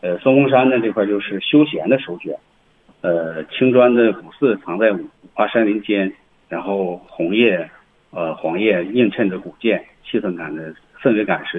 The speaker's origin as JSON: {"language": "Chinese", "region": "Northeast China", "country": "China"}